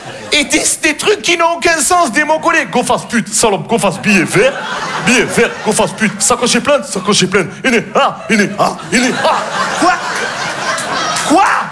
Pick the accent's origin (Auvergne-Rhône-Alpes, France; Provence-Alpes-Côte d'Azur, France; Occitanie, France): Provence-Alpes-Côte d'Azur, France; Marseille